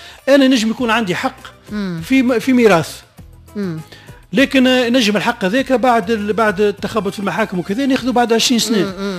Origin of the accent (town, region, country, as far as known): Tunisia